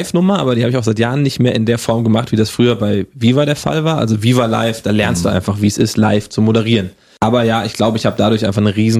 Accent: Hesse, Germany; accent: Hessian; Das Hessisch abtrainieren, komme ich aus Hessen, da hatte ich so diesen Dialekt gleich drauf, der wurde mir abtrainiert, war auch gut so. Aber ohne, dass ich jetzt meine hessischen Wurzel verliere.

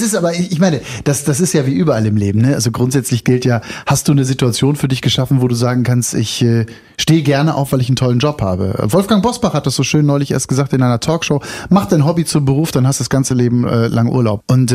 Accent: Brandenburg, Germany; also born or lived in Berlin; Also erstmal bin ich ja Brandenburger selber, ja, und bin mittlerweile aus Berlin weggezogen und liebe das sehr, dieses Bundesland auch

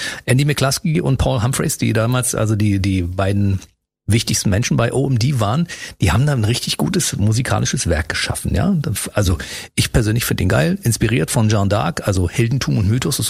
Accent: East Germany, Germany; Ich bin aus dem Osten, wir hatten keine Leopardenhosen, Freunde. Und 100 Mark hatten wir auch nicht.

